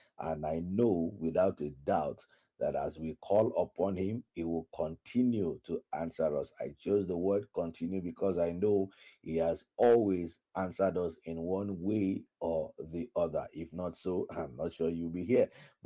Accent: Osogbo, Osun, Nigeria; now in Abuja, Nigeria; in my hometown, in Oshogbo

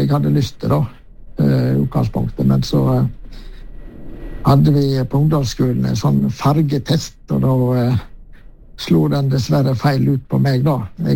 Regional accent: Kinsedal, Luster, Vestland, Norway; moved away; jeg vokste opp i Kinsedal, en liten grend på Sørsida, så Lustringene kanskje ikke alle kjenner, men det var jo der jeg hadde min første år

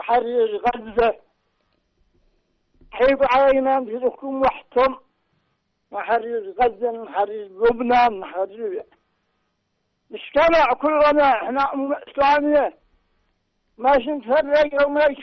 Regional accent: Sanaa, Amanat Al Asimah, Yemen; من صنعاء من حولنا.

